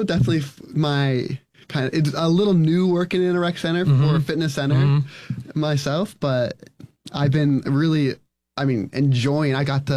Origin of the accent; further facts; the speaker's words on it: Philadelphia, Pennsylvania, United States; I am from Pennsylvania, just around the Philly area.